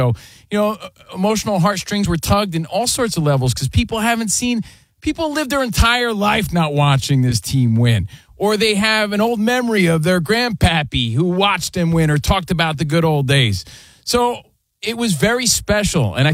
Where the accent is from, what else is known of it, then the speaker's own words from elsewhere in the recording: East Coast, United States; and again, we're from the East Coast.